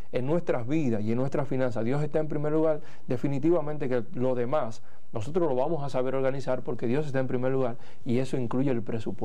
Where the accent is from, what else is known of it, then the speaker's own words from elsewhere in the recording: Dominican Republic; accent: Dominican; digámoslo en dominicano